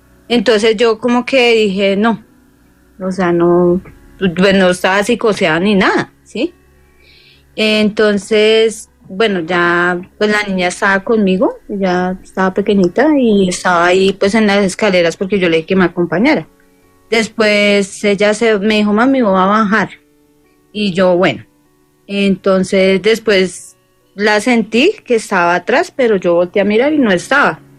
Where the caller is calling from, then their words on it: Bogotá, Colombia; Pues ahí en Suba, yo vivo en Suba prácticamente.